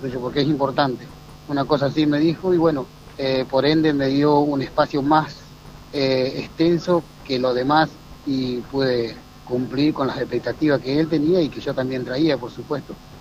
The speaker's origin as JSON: {"language": "Spanish", "region": "Río Negro", "country": "Argentina", "said": "ya mañana pego la vuelta para mi tierra. Así que agradecido a ustedes, agradecido a la gente de la línea sur, por supuesto, de mi meseta, que siempre nos están dando un apoyo, y yo contento de poder, de alguna manera, representar la tierra de donde vengo."}